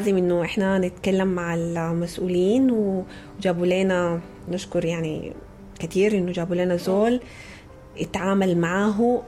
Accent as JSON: {"language": "Arabic", "country": "Sudan", "said": "كثير مننا كسودانيين"}